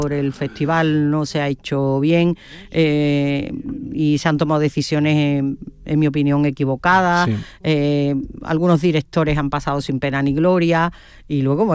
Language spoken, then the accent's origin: Spanish; Huelva, Andalusia, Spain; Como he dicho antes, yo soy muy de Huelva, pero a veces a Huelva nos falta, hablo de mis paisanos y me incluyo en ellos